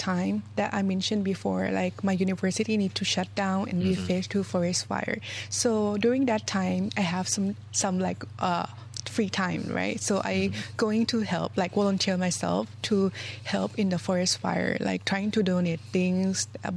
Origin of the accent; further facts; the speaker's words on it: Chiang Mai, Thailand; English is a second language; Yeah, exactly. So I born and raised in Chiang Mai, and I graduated from Chiang Mai as well.